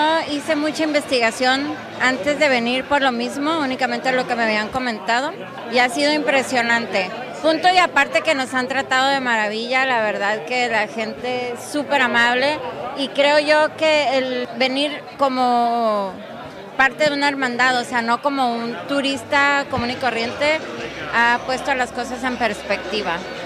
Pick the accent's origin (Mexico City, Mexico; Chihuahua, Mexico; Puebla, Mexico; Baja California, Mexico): Baja California, Mexico; Tijuana; soy de Tijuana, frontera con Estados Unidos.